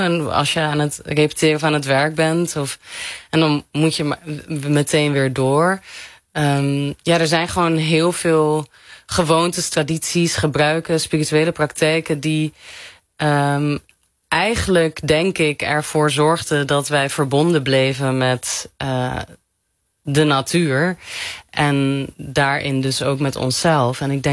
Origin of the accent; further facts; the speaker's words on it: Morocco; En ik kom uit Marokko en het is een islamitisch land, et cetera.